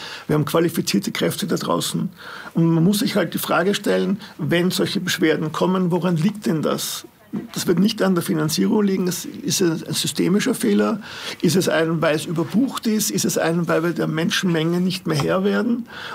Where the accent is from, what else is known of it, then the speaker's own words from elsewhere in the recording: Lower Austria, Austria; bei uns in Niederösterreich sind es 120.000